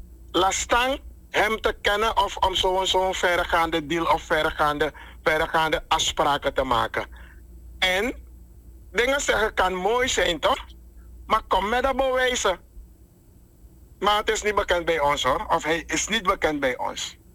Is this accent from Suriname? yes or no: yes; Suriname; we zijn Surinamers.